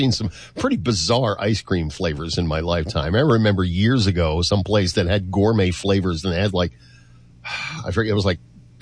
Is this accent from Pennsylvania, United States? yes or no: yes; Pennsylvania, United States; I'm from Pennsylvania.